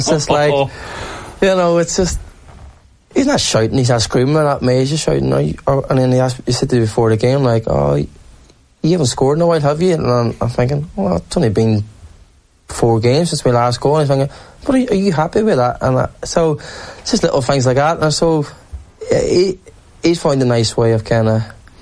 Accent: Derry, Northern Ireland, United Kingdom; born or raised there

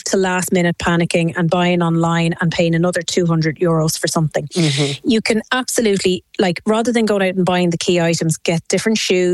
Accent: Ireland; as Irish, we're always very conscious

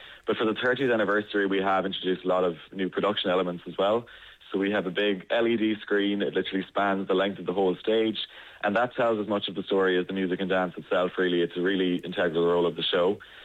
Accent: County Clare, Ireland; Well, I'm from Clare myself, so this will actually be the closest to home that I've ever actually done the show.

